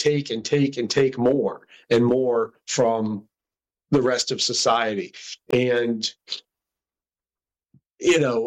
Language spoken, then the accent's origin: English; Morgantown, West Virginia, United States; born there; Well, I was born in Morgantown, and my mom's from Greenbrier County, more far southern, St. Nicholas, Greenbrier areas. My dad's from up in Altoona, PA, railroad country. And they met up around Morgantown, so that's where I came into the picture.